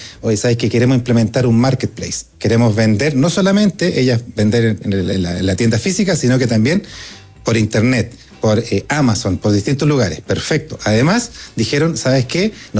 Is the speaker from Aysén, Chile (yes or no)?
no; Valdivia, Los Ríos, Chile; Yo soy del sur, yo soy de Valdivia.